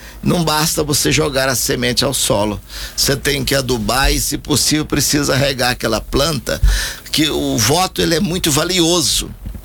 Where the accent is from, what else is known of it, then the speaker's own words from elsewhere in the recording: Goiânia, Goiás, Brazil; born there; also born or lived in Paineiras, Minas Gerais / Abaeté, Minas Gerais; Nasci em Paineiras, Minas Gerais, mas fui registrado em Abaeté. Mas bem criança eu já vim para Goiânia e estou aqui em Goiás certeza. Então eu sou mais goiano do que mineiro.